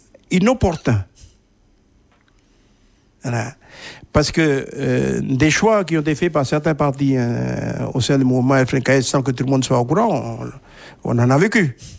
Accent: South Province, New Caledonia; pour nous les gens du Sud

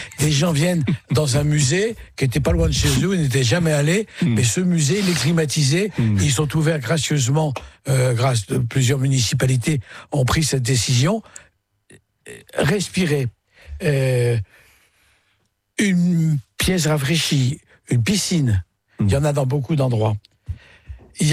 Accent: Grand Est, France; Moi, je suis alsacien

